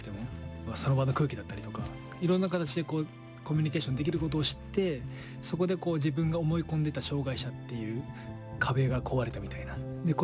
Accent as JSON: {"language": "Japanese", "town": "Komaki", "region": "Aichi", "country": "Japan", "tie": "born or raised there", "said": "僕の地元が愛知県小牧市っていうところで、まあ工業地帯って言ったらいいですかね。なんかもう外国の方は結構多くて、ブラジルの方だったりとかペルーの方だったりとか、"}